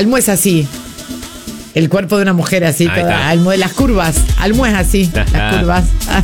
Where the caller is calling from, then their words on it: Santa Fe, Argentina; Hola chicos … de Santa Fe, trabajo en el 107 hace un año.